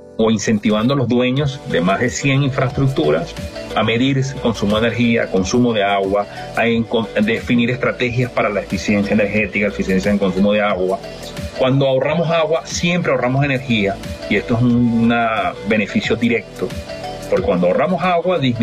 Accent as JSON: {"language": "Spanish", "country": "Venezuela", "said": "nosotros de Venezuela"}